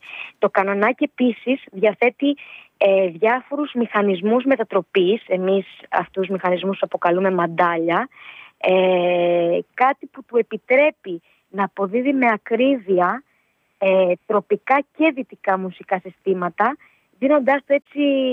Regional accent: Mytilene, North Aegean, Greece; Η καταγωγή μου μάλιστα από την Μυτιλίνη θεωρώ πως αποτέλεσε σταθμός για την ενασχόλησή μου με το όργανο, καθώς από πολύ μικρή ηλικία είχα τέτοια ακούσματα και συγκεκριμένα τον ήχο του Κανονακίου.

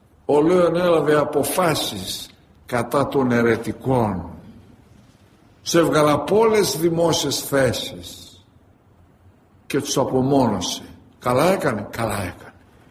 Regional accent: Greece; Εγώ παπάς είμαι, αλλά στενοχωρούμε αυτά. Στενοχωρούμε αυτά. Γιατί είμαστε πατριώτες, είμαστε Έλληνες, είμαστε Ορθόδοξοι, έχουμε πατρίδα, έχουμε κράτος.

